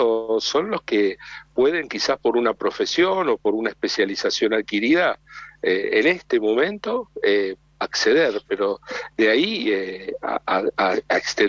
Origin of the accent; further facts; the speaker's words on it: Buenos Aires metropolitan area, Argentina; moved away as an adult; now in Mendoza, Argentina; yo, si soy originario del AMBA, estoy en Mendoza